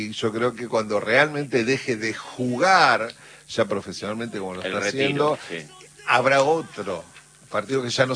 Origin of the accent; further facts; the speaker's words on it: Argentina; así somos los argentinos.